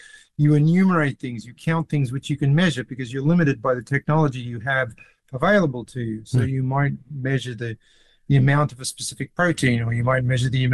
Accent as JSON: {"language": "English", "country": "Australia", "tie": "born or raised there", "said": "I remember my grandparents came over from Britain because I grew up in Australia."}